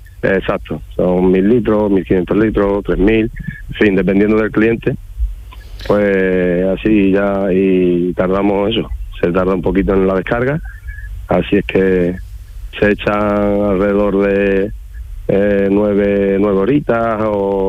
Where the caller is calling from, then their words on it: San Bartolomé de la Torre, Andalusia, Spain; estoy aquí en La Ribera, provincia de Huelva, que estoy cargando el camión. Pero yo soy de San Bartolomé, de la Torre.